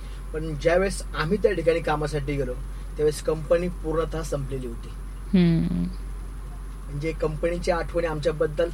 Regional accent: Ahmednagar, Maharashtra, India; माझं मूळ गाव दशमी गावात, परंतु गेल्या 35 ते 40 वर्षांपासून, थोडक्यात जन्मापासून केडगाव मध्ये माझं बालपण गेलं।

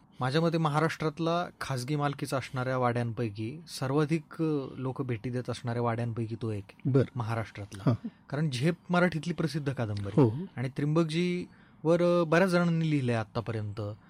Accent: Nimgaon Jali, Maharashtra, India; moved away; म्हणजे मी लहानपणापासून ज्या गावात मोठा झालो तिथं अनेक वाडे आहेत, विहिरी, बारवा, मंदिरं, वेस आहे मोठी, गावकुस आहे.

